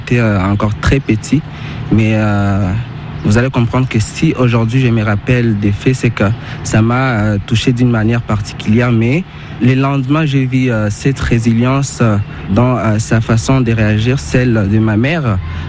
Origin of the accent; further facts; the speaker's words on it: East, DR Congo; first language sw; French is a second language; Oui, le swahili. Je viens de l'Est. Donc, l'Est, c'est le swahili.